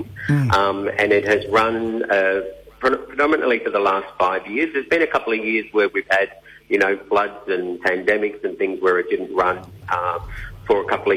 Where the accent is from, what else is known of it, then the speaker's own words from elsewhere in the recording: Coonabarabran, New South Wales, Australia; from Coonabarabran, northwestern New South Wales.